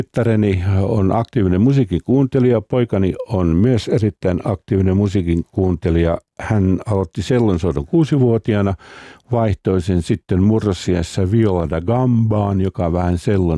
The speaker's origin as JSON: {"language": "Finnish", "town": "Salo", "region": "Southwest Finland", "country": "Finland", "tie": "born or raised there", "said": "jota mä kuuntelin jo pikkupoikana Salossa"}